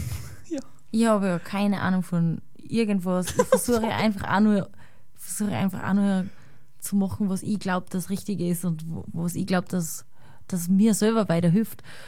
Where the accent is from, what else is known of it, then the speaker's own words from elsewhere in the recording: Vienna, Austria; ich komme, da meine ich Wien, da meine ich Österreich und da meine ich Europa, weil das ist alles meine Heimat